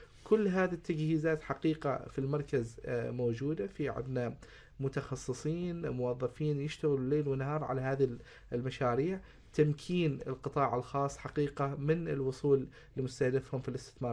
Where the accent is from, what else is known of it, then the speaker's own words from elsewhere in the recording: Oman; كانت عندنا فرصة كبيرة في أسبوع عمان للاستدامة للترويج للمشاريع اللي موجودة عندنا في سلطنة عمان